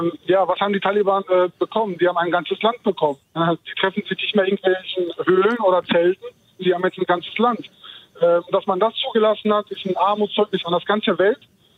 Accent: Turkey; now in Germany; Ich bin Türke, meine Eltern sind 76 hier hingekommen. Ja. Ja, ich bin immer noch nicht hier anerkannt, obwohl ich hier arbeite, zur Schule gehe

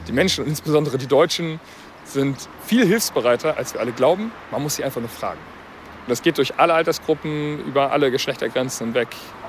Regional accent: Rostock, Mecklenburg-Vorpommern, Germany; Ich komme genau aus Rostock.

